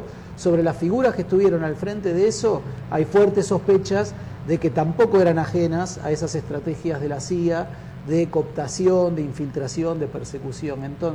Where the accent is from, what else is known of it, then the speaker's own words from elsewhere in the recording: Argentina; now in Guatemala; soy argentino.